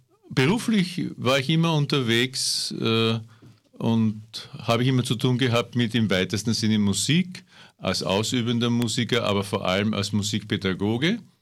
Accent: Vienna, Austria; moved away as an adult; now in Upper Austria, Austria; dann Mitte der 80er habe ich noch in Wien gewohnt, ich bin Wiener

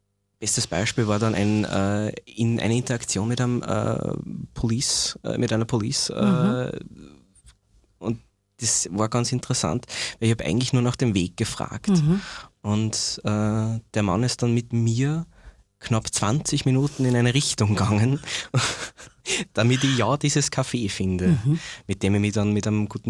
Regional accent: Gmunden, Upper Austria, Austria; moved away as an adult; also born or lived in New York; Bin dann aber zurückgekommen in das oberösterreichische Land. Bin aus dem Salzkammergut eigentlich und dort auch aufgewachsen.

